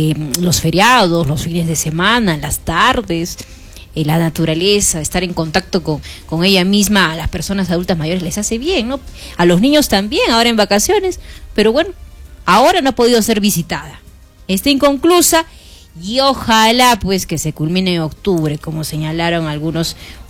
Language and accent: Spanish; Arequipa, Peru; Esto nos incluye también como arequipeños.